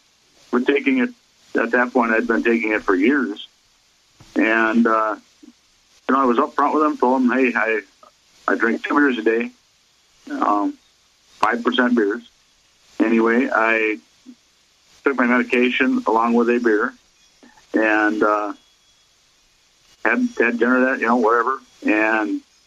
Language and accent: English; Wisconsin, United States; I'm from Wisconsin. I'm from Wisconsin.